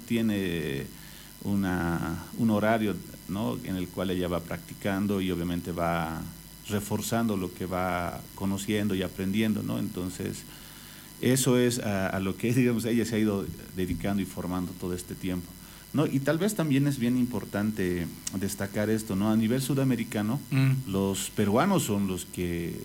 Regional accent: Oruro, Bolivia

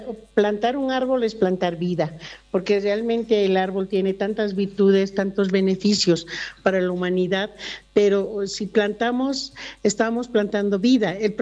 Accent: Llallagua, Potosí, Bolivia; Yo soy de Llallagua, así que a mí me da mucha pena tener que ver así mi Llallagua.

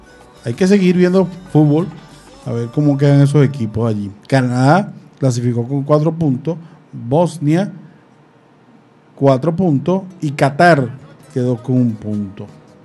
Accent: Venezuela; que nosotros salgamos adelante como venezolanos.

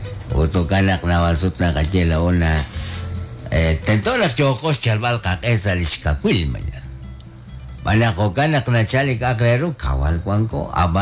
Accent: Guatemala; Para nosotros como guatemaltecos es el mes patrio.

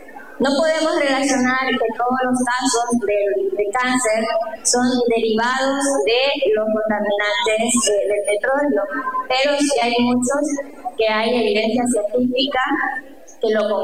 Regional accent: Ecuador; nosotros como ecuatorianos

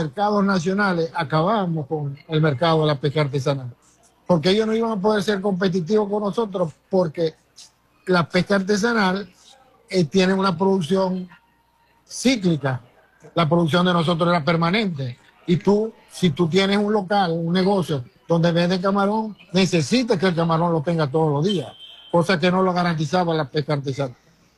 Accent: Venezuela; todos somos venezolanos

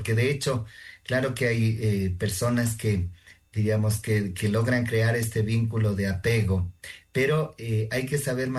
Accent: Ecuador; somos, como ecuatorianos, somos muy como que sentimentales, nostálgicos

